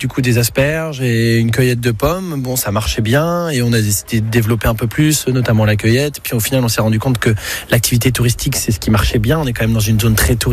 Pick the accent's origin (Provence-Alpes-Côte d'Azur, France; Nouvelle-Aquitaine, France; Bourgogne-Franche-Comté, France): Nouvelle-Aquitaine, France; born there; je suis à la tête de, avec ma famille, de la Bénarderie à Ourthin. Moi je suis né dans le Médoc, mes parents sont du nord de la France.